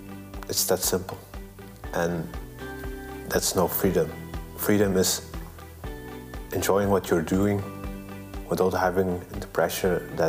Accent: Belgium; also born or lived in Rwanda; Growing up in Belgium was very difficult. Yeah, you always had the idea that you didn't belong here because of my color skin, and it was very hard to adapt.

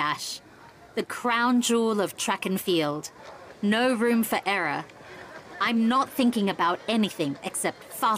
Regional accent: India; When I say I'm Indian, they're shocked. My dream is to win Olympic gold for India.

